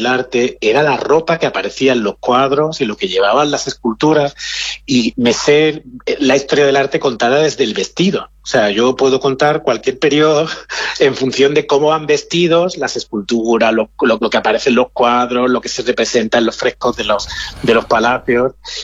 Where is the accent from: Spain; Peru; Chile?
Spain; Cádiz, Andalusia; Bueno, yo soy de Cádiz.